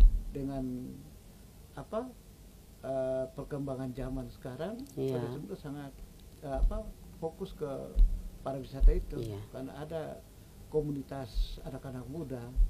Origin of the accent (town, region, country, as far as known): Maluku, Indonesia; accent: Latuhalat dialect